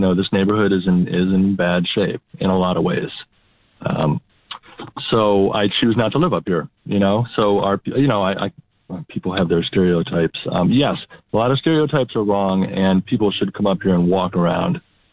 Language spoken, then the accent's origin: English; Pittsburgh, Pennsylvania, United States; now in Rochester, United States; I'm a white person. I grew up in Pittsburgh